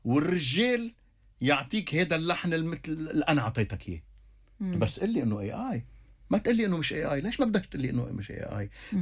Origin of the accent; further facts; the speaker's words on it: Zahle, Beqaa, Lebanon; وأعتز أني أنتمي إلى هذه البقعة من الأرض.